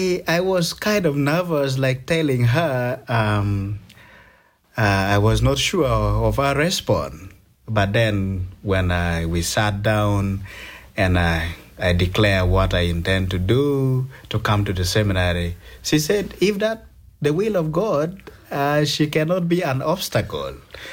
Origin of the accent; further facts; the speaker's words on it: Uganda; moved away as an adult; now in United States; I'm from Uganda, Africa, in East Africa.